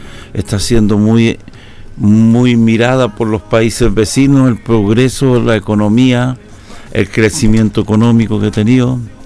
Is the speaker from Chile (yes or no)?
yes; Chile